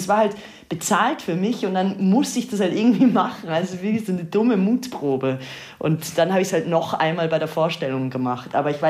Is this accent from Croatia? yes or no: no; Austria; mir als Österreicherin